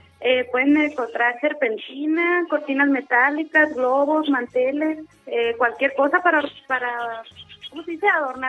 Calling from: Mexico; De acá del Abraham.

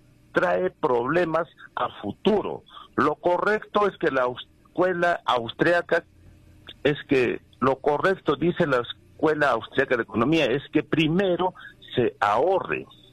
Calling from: Juliaca, Puno, Peru; desde Juliaca.

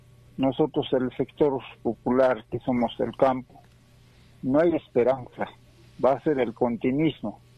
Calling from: Azángaro, Puno, Peru; De Azángaro

